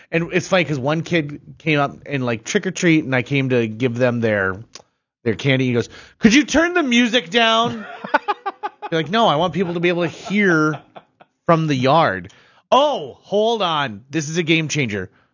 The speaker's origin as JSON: {"language": "English", "country": "United States", "tie": "born or raised there", "said": "Dude, I also grew up in the Clara Barton area. It was fantastic."}